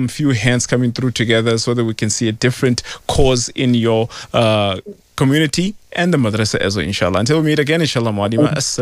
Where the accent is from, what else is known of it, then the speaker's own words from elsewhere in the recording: Pretoria, Gauteng, South Africa; I'm from Pretoria, so it's all in our blood. You know, the rhythm is in the blood.